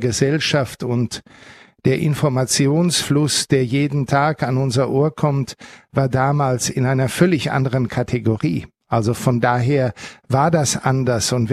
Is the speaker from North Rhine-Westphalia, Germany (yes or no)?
yes; North Rhine-Westphalia, Germany; ich denke an meine Heimat, wo unser Wallfahrtsort, der sehr nahe meiner Heimat ist, 12 Kilometer von meinem Elternhaus entfernt, in Werl